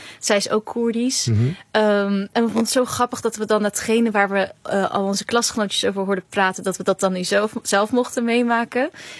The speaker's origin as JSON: {"language": "Dutch", "town": "Rotterdam", "region": "South Holland", "country": "Netherlands", "tie": "born or raised there", "also_born_or_lived": "Gorinchem", "said": "En ik ben in Gorinchem geboren. Maar we zijn zo vroeg, toen ik 2 was, was ik daar al. Dus voor mij ben ik in Rotterdam geboren."}